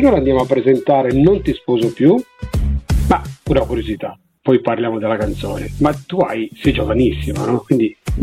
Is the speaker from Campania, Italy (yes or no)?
yes; Eboli, Campania, Italy; moved away; Io e il direttore siamo contenti perché siamo di Eboli come origine.